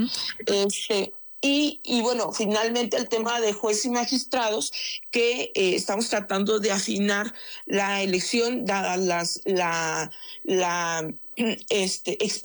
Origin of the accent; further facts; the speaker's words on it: Chihuahua, Mexico; Por lo que justo lo que vemos en el tema de Chihuahua, de donde yo soy oriunda además